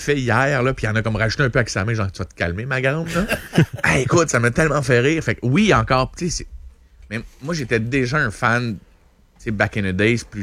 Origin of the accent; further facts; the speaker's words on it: Repentigny, Quebec, Canada; Tu sais, j'étais de Repentigny à l'époque. Mais je suis encore de là, mais j'habite plus là.